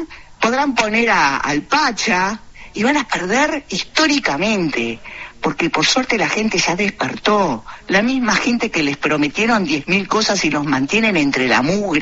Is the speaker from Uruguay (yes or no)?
yes; Uruguay; Yo no solamente hablo por mi pueblo, por la colectividad judía de Uruguay.